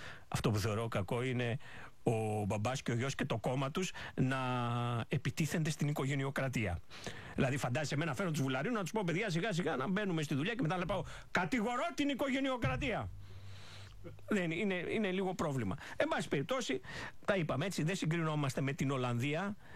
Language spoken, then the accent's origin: Greek; Greece; επειδή είμαστε Έλληνες